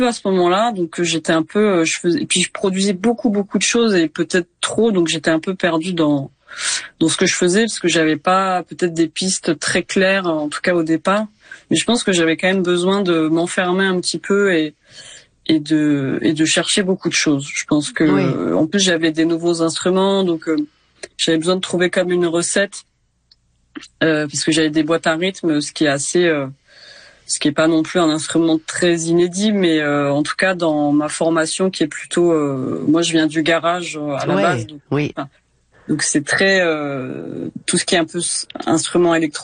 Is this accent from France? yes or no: yes; Ramatuelle, Provence-Alpes-Côte d'Azur, France; j'ai un lien assez fort avec Ramatuelle, donc là où j'ai grandi, puisque toute ma famille est là